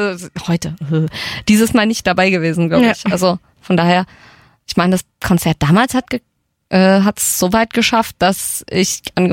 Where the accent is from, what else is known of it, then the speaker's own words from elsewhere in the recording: Gelnhausen, Hesse, Germany; ich bin in Gelnhausen aufgewachsen, da haben wir irgendwo ein Haus, wo Goethe mal für 3 Nächte gepennt hat.